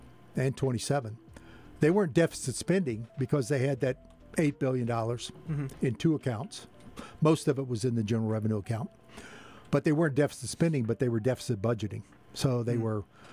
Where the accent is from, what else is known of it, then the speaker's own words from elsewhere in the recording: Salem, Missouri, United States; My hometown of Salem used it to pay off an electricity deficit.